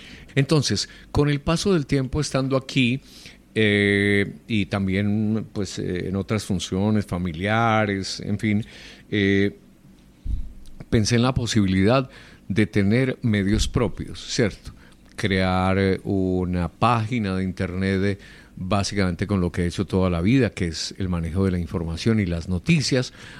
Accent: Caldas, Colombia; ya aquí en mi tierrita. Y Caldas, pues usted sabe, y quienes me conocen sabe que he sido de cielo roto, amado y querido toda la vida. Y allí también vivimos

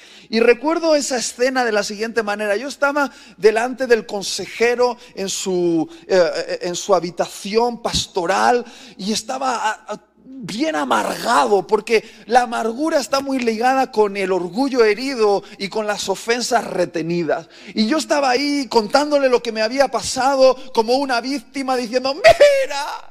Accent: Spain

